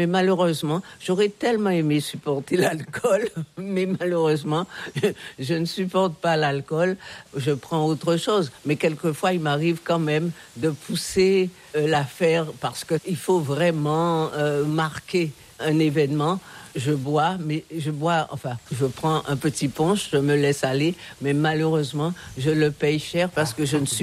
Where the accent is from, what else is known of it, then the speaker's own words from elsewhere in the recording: Saintes, Nouvelle-Aquitaine, France; born there; Je suis née à Saintes, tout à fait par hasard. En tous les cas, je me sens complètement issue de cette terre, issue de cette histoire.